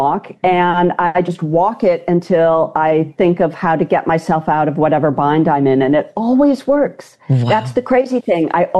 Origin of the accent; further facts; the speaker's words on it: Cleveland, Ohio, United States; moved away as an adult; also born or lived in Vassar, New York / Berkeley, California; now in San Francisco, United States; I grew up in Cleveland, Ohio.